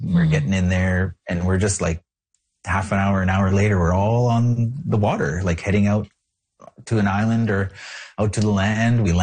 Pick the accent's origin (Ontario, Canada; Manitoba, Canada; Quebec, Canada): Ontario, Canada; Toronto; born there; I was born in Toronto, you know, but I grew up in community.